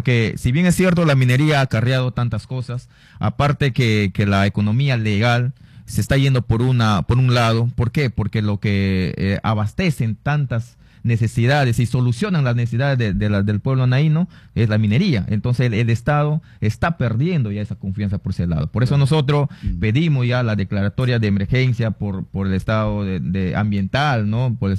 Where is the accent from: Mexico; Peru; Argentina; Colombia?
Peru; Loreto; por el clamor de nuestros pueblos nanaínos, por los pueblos originarios que son de la etnia Iquitu